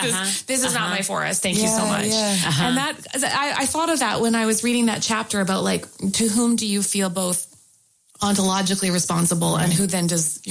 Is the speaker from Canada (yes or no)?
yes; Canada; Like I remember the first time I was introduced to American evangelicalism as a Canadian